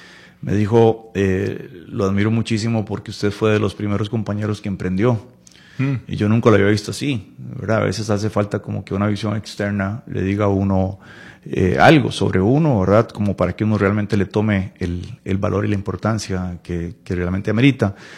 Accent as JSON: {"language": "Spanish", "town": "Palmares", "region": "Alajuela", "country": "Costa Rica", "said": "Soy costarricense. Soy costarricense. Soy de la zona occidente, muy específicamente de Palmares."}